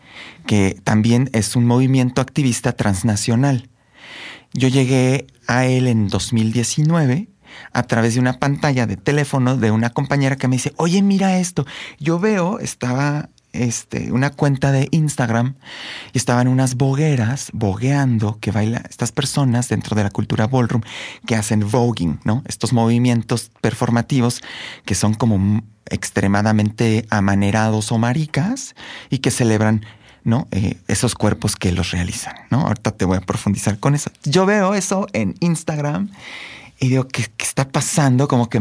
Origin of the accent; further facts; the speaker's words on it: Querétaro, Mexico; empiezo a ir a las prácticas en Querétaro, tú sabes, yo soy de Querétaro, y empiezo a ir a las prácticas en Querétaro.